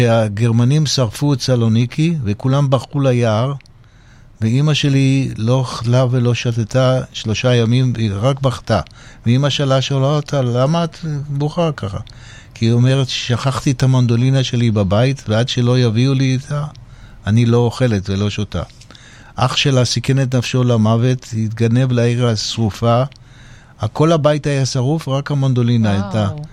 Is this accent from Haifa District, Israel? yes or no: yes; Haifa, Haifa District, Israel; אני נולדתי בחיפה.